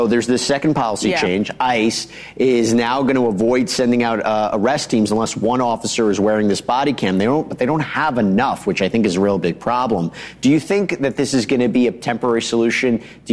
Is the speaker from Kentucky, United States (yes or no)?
no; New York, United States; that is true. As a New Yorker, I hear it a lot.